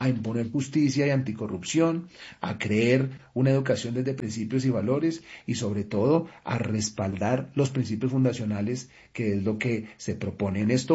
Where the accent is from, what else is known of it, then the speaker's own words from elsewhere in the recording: Colombia; nosotros como colombianos